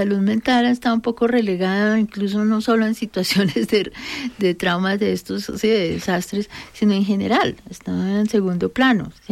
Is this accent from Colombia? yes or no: yes; Colombia; sacar a flote todas esas características de fortaleza emocional, incluso que nos ha caracterizado como colombianos, para enfrentar esta situación.